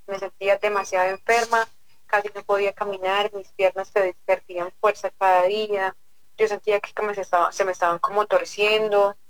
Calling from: Cundinamarca, Colombia; Yo vivo aquí en UAT.

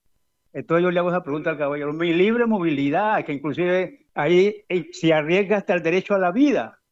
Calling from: Colombia; Pero mi derecho como colombiano de mi libre movilidad

